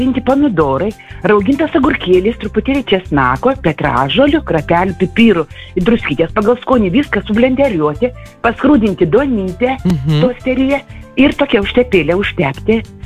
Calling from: Panevėžys, Panevėžys County, Lithuania; aš iš Panevėžio.

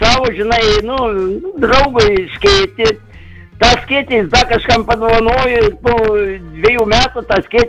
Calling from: Radviliškis, Šiauliai County, Lithuania; aš iš Radviliškių.

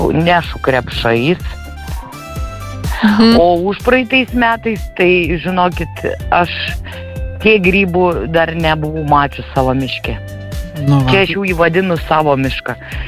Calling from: Šiauliai County, Lithuania; Iš Šiaulių rajono, netoli Gružių, jeigu tokį žinot.

